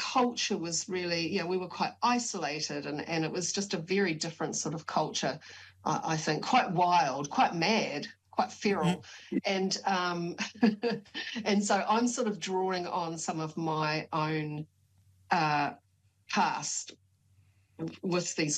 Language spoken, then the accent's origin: English; Auckland, New Zealand; I was brought up in West Auckland and I guess it might have changed a bit now, who knows, but when I was growing up in the 70s and 80s